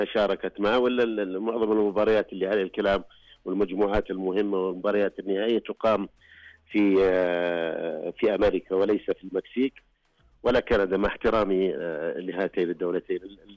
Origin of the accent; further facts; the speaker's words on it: Saudi Arabia; لست من أهل الجنوب ولا أهل الباحة ولا أهل الطائف، ولكن أتكلم بروح المواطن السعودي